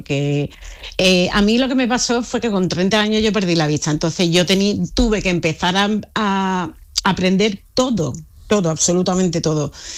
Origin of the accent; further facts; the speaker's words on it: El Puerto de Santa María, Andalusia, Spain; Pues soy una portuense de Cádiz. Tengo discapacidad visual severa